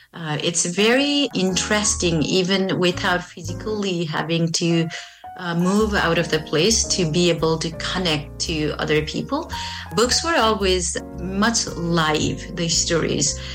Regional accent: Nepal; moved away as an adult; now in St. Albert, Canada; I live and write in St. Albert. I am originally from Nepal. I moved to Canada 15 years ago.

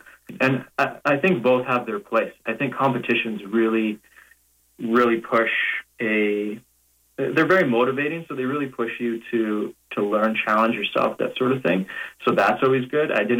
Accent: Canada; I'm a Canadian champion of beatboxing.

